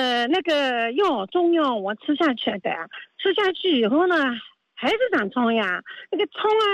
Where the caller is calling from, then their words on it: Suzhou, Jiangsu, China; 我是苏州的。